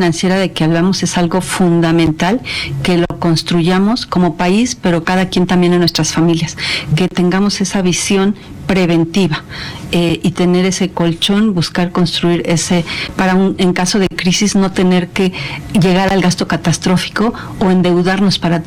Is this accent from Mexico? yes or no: yes; Mexico; realmente no la tenemos fácil como mexicanos